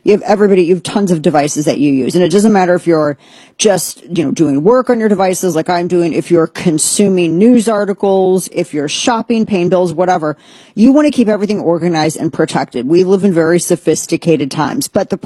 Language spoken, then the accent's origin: English; Texas, United States; I'm like, I am also from Texas.